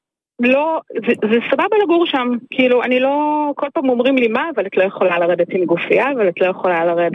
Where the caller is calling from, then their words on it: Bnei Brak, Tel Aviv District, Israel; הגענו לבני ברק לפני 17 שנים, אני ובעלי, נולדו לנו שני ילדים במהלך הזמן. אנחנו, מה שנקרא, חוצים את הכביש ואנחנו ברמת גן, אבל אנחנו בני ברק.